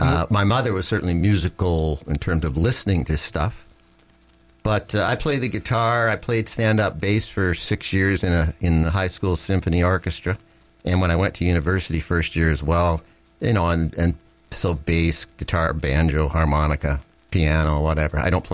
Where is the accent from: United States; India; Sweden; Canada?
Canada; Toronto, Ontario; I grew up in Scarborough.